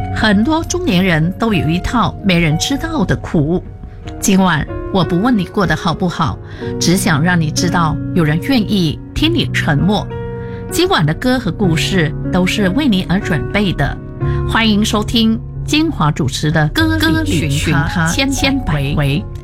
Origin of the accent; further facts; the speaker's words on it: Malaysia; 我们这群从马来西亚来的